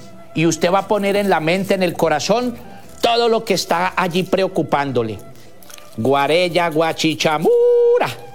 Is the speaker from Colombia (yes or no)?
yes; Putumayo, Colombia; indígena del Putumayo.